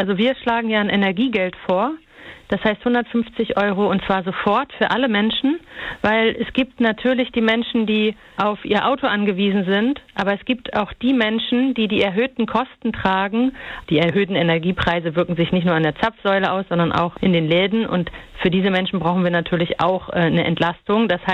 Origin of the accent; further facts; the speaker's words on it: Freiberg, Saxony, Germany; ich bin in Freiberg aufgewachsen